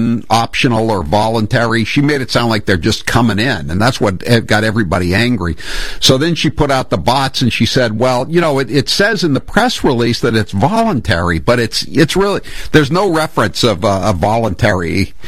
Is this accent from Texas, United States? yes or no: no; Maine, United States; born there; we were all born either here or I was born in Maine. Everybody else was born in Massachusetts